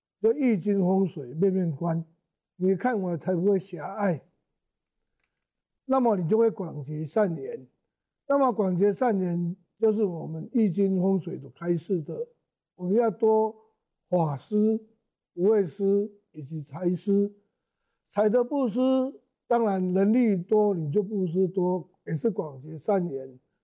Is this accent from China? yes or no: no; Taiwan; 我们台湾人、中国人、中国大陆那些都是农历过农历的春节